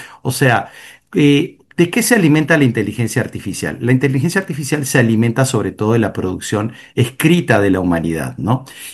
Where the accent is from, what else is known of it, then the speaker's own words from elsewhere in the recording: Panama; nos enorgullece mucho como panameños